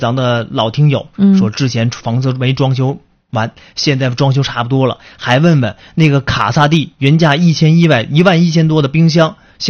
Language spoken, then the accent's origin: Chinese; Northeast China, China; 咱们东北人就讲了齐了咔嚓脆